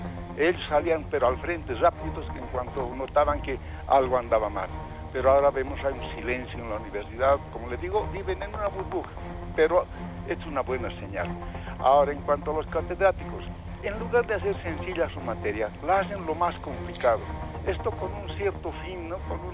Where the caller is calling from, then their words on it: La Paz, Bolivia; desde Villa Fátima.